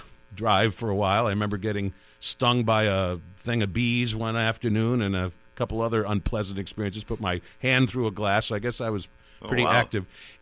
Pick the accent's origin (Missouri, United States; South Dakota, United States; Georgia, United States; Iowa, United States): Iowa, United States; Decorah; also born or lived in Atlantic, Iowa / Lincoln, Nebraska; We actually moved from Decorah right before I started high school. We moved to a place in southeast Iowa, between Des Moines and Omaha, a little town called Atlantic of about 10,000.